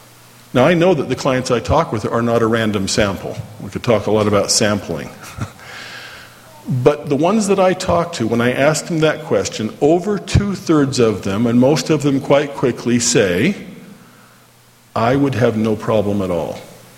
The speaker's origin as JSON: {"language": "English", "town": "Orem", "region": "Utah", "country": "United States", "tie": "born or raised there", "said": "and I grew up here in Orm, so I know it was just a little bit south of there, right about in there. That's where we live."}